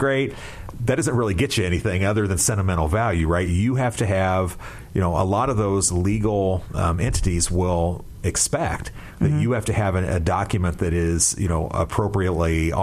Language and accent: English; Indiana, United States; moved away as an adult; I grew up in West Central Indiana, and I never saw an Amish person until, you know, I moved here 30 years ago.